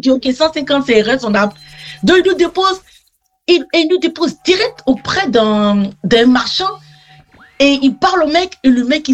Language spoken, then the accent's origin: French; Côte d’Ivoire; Et Yunuske nous a demandé, vous venez d'où? Après, on dit de la Côte d'Ivoire.